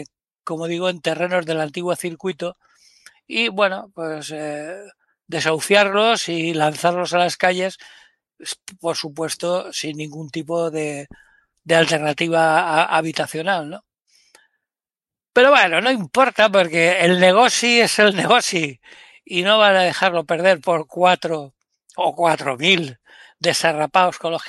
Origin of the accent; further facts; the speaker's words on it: Valencia, Valencian Community, Spain; Pues nosotros somos de Valencia.